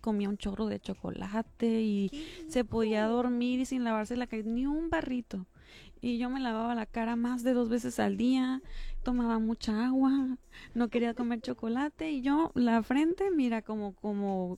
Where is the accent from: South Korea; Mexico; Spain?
Mexico; Sonora; la otra vez estaban burlando de mí porque soy de Sonora y de repente digo plebes, ¿eh?